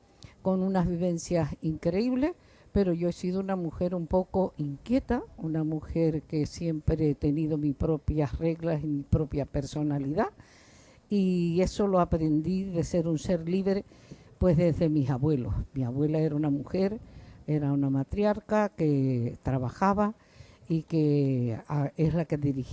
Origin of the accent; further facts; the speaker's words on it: Güímar, Canary Islands, Spain; also born or lived in La Hidalga; Yo soy de Goímar, el Mencellato.